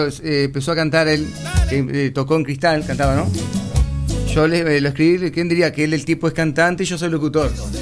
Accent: Mercedes, Soriano, Uruguay; nosotros los criamos en Mercedes

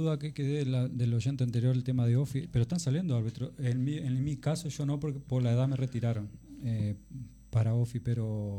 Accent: Salto, Uruguay; moved away as an adult; now in Constitución, Uruguay; Es que yo soy de Salto. Yo me crié en Arriaga y Cerrito. Por trabajo en el 2002 recaí en Constitución y ahí me gustó.

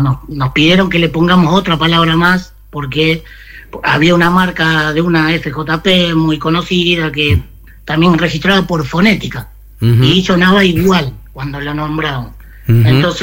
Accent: Luján, Buenos Aires Province, Argentina; born there; Yo nací en Luján y ahora estoy viviendo casi en el límite entre los dos.

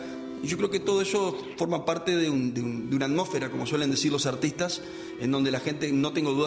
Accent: Uruguay; forma parte de alguna manera de nuestra identidad y por qué no decirlo también de nuestra nostalgia como uruguayos.

